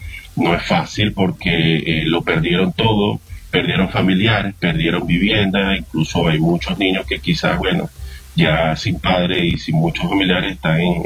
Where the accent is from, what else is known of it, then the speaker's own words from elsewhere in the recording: Venezuela; a nosotros como venezolanos nos caracteriza esto.